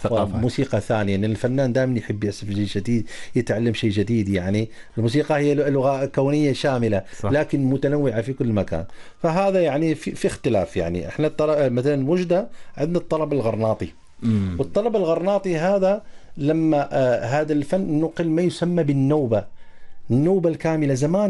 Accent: Morocco; وباقي حال الجمعيات مثلا عندنا في المغرب

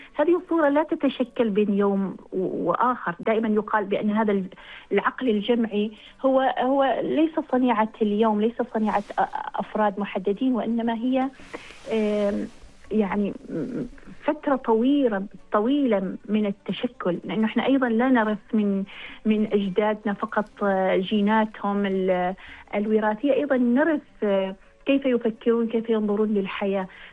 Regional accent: Oman; نحن كعمانيين

